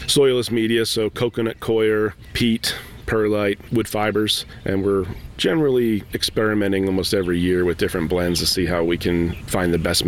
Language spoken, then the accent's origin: English; Philadelphia, Pennsylvania, United States; moved away as an adult; now in Western Massachusetts, United States; I was actually born and raised in Philadelphia. I'm not a native here to Western Mass.